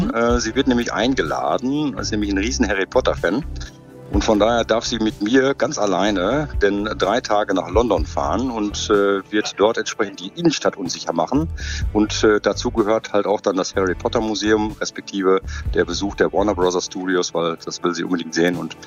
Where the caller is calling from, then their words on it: Selm, North Rhine-Westphalia, Germany; ich komme aus Selm